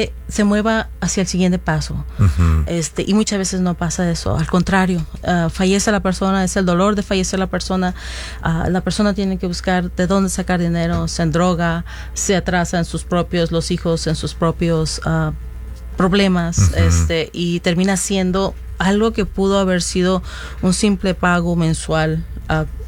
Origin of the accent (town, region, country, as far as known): Mexico